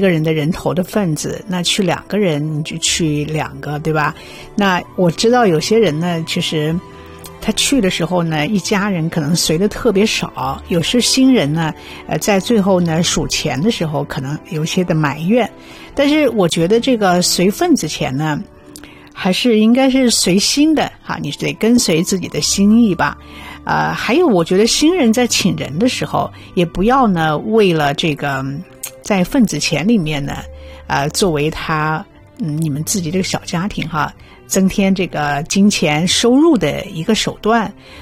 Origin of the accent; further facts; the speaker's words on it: China; 我们中国人呢去参加婚宴哈